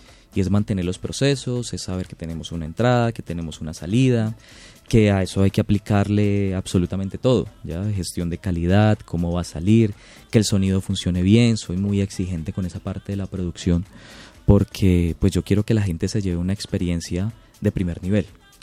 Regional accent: Cali, Valle del Cauca, Colombia; heridas que tenemos como caleños

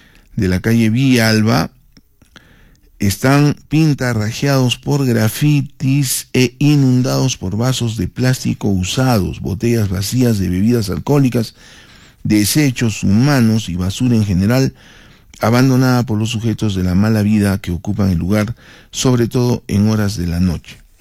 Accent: Arequipa, Peru; Nosotros como arequipeños

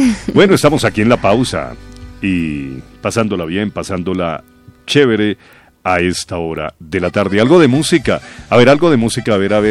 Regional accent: Colombia; seguimos siendo colombianos

